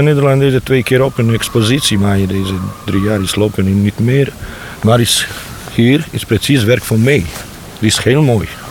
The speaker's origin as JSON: {"language": "Dutch", "country": "Bosnia & Herzegovina", "second_language": "Dutch", "moved": "as an adult", "lives_now": "Netherlands", "said": "Ik kom uit Bosnië."}